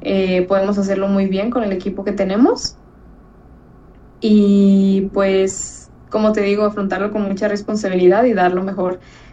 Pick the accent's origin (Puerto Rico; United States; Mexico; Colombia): Mexico; nos ha ayudado mucho como mexicanos